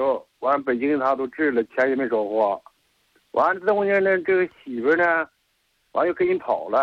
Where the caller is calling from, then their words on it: Heilongjiang, China; 我是黑龙江的